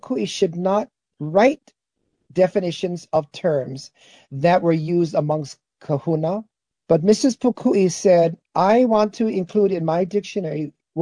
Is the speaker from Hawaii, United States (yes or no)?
yes; Honolulu, Hawaii, United States; moved away as an adult; now in Nanakuli, United States; right now I've been a resident here in the Nanakuli Hawaiian Homestead for 30 years, but I was actually born and raised in Manoa Valley.